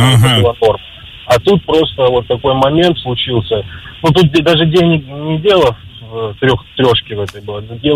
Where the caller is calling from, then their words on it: Belorechensk, Krasnodar Krai, Russia; город Белореченск.